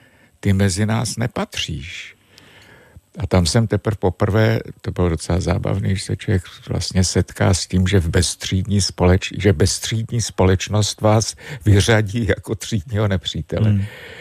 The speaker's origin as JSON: {"language": "Czech", "region": "Prague", "country": "Czechia", "moved": "yes", "said": "bývalým povoláním jsem Pražák, tak si připadám jako doma samozřejmě"}